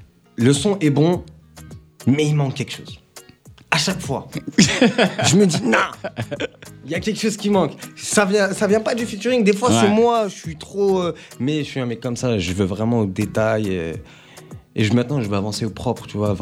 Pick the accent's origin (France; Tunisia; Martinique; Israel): Tunisia; je suis tunisien, comme je t'ai dit tout à l'heure.